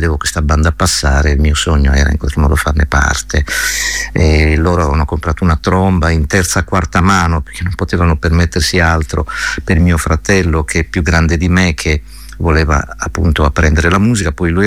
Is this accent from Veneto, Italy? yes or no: no; Berchidda, Sardinia, Italy; Ma intanto io vengo dalla Sardegna, ma insomma ormai questo è risaputo, da un piccolo paesino che si chiama Berchidda, provincia di Sassari, al confine tra il Logudoro e la Gallura, figlio di pastori e di contadini